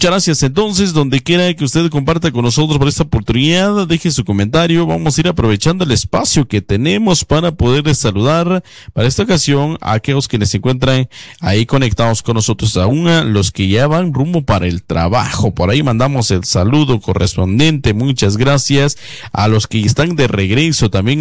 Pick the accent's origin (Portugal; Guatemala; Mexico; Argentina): Guatemala; como buenos guatemaltecos, como buenos chapines que somos.